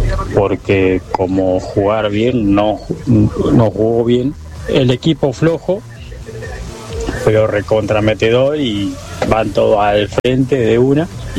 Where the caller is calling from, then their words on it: Tandil, Buenos Aires Province, Argentina; de Tandil.